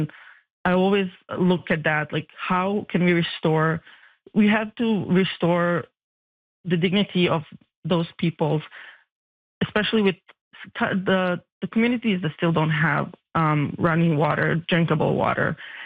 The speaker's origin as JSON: {"language": "English", "country": "Bosnia & Herzegovina", "moved": "yes", "lives_now": "Vancouver, California, United States", "said": "I came to Canada as a refugee from the Bosnian War"}